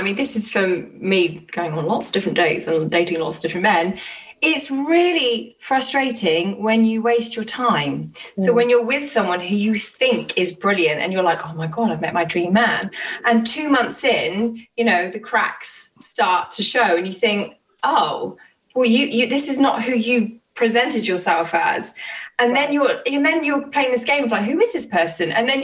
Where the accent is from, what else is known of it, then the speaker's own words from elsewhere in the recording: Oxford, South East England, United Kingdom; now in London, United Kingdom; I get that a lot because, you know, I'm from Oxford. People think that I'm posh. I moved to London and now I've got this weird twang.